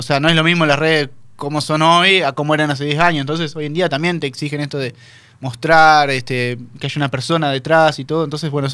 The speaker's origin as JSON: {"language": "Spanish", "town": "Paraná", "region": "Entre Ríos", "country": "Argentina", "said": "Sí, soy de Paraná."}